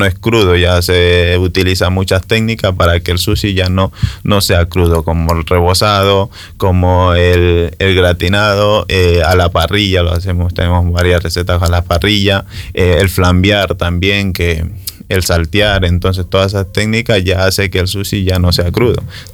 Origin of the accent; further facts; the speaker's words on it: Ecuador; moved away as an adult; now in Burgos, Spain; Yo soy ecuatoriano, yo la aprendí en Ecuador desde los 18 años.